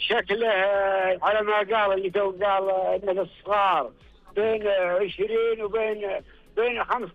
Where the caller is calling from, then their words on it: Al Qasab, Riyadh Province, Saudi Arabia; والله أكلمكم من القصب.